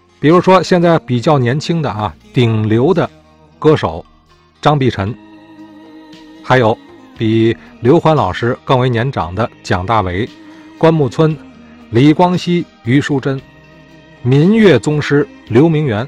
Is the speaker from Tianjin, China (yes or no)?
yes; Tianjin, China; 咱们天津人呢，早已可以走进剧场